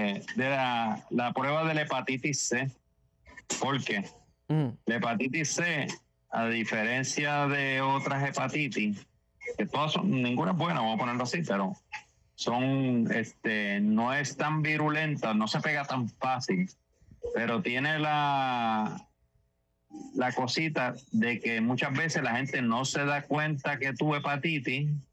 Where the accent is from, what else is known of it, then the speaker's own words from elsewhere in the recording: Isabela, Puerto Rico; Llevamos más de 60 años aquí en Isabela. Somos de los laboratorios que sí somos de Isabela, porque ahora hay mucha gente que está puesto de otro lado. Aquí somos de aquí como el gallito.